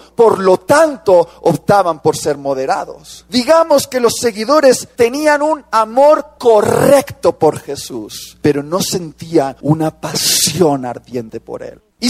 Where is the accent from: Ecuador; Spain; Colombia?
Spain; Soy español. Yo he sido educado en la iglesia para ser un perfecto moderado.